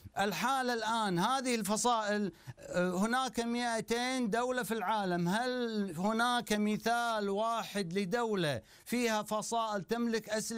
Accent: Kuwait; لا يكون هناك حرج، أنا كويتي وأنتم عراقيون لكننا في مركب واحد

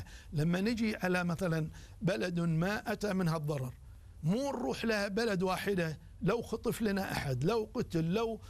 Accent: Kuwait; لدي أنا بالكويت

